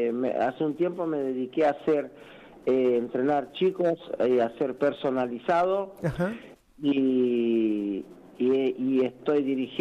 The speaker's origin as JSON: {"language": "Spanish", "country": "Argentina", "tie": "born there", "also_born_or_lived": "Cape Verde", "said": "tenía mi hermana que vivía acá, que me trajo para acá."}